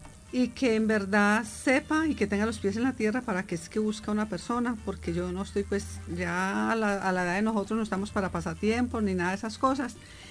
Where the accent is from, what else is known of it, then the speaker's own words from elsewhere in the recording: Ansermanuevo, Valle del Cauca, Colombia; Vengo de Anserma Nuevo Valle.